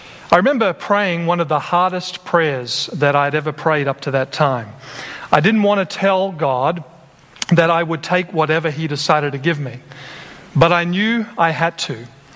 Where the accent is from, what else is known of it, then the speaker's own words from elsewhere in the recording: Australia; now in United States; And I'm a guy from Australia, and I'm here in America, and I'm thinking, well, maybe this is just a cultural thing.